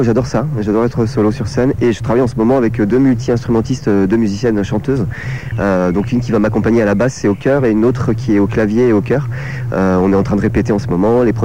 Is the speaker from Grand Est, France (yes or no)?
yes; Nancy, Grand Est, France; On est 10 chanteurs et musiciens, donc c'est un collectif lorrain. Moi, je viens de Nancy.